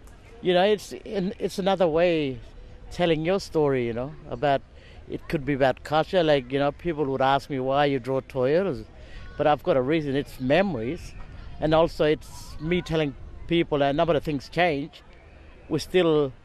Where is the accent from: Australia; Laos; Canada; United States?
Australia; Nooka, Northern Territory; I'm from Nooka Community in the Northern Territory.